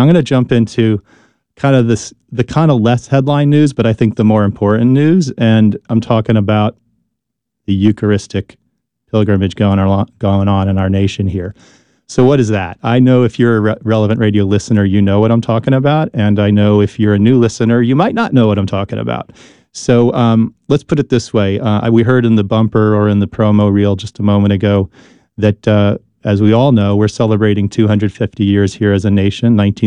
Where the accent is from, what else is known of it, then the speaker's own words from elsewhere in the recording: New Jersey, United States; And I grew up in New Jersey.